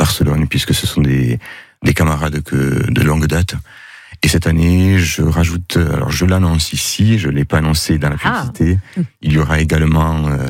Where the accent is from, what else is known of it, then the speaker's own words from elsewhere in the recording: Perpignan, Occitanie, France; born there; mes parents, par exemple, sont arrivés il y a beaucoup d'années ici. Donc c'est pour ça que je suis né ici à Perpignan.